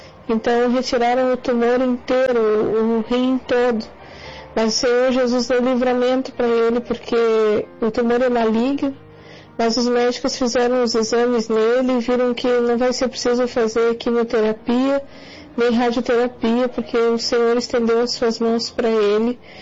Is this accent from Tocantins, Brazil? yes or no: no; Porto Alegre, Rio Grande do Sul, Brazil; sou da cidade de Porto Alegre, Rio Grande do Sul.